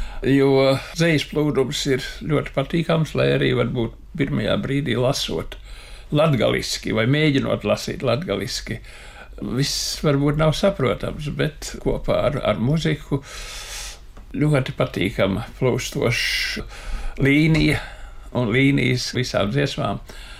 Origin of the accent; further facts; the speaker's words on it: Riga, Vidzeme, Latvia; Es esmu vidzemnieks, rīdzinieks, tātad vidzemnieks trijās paaudzēs, jau trešajā paaudzē.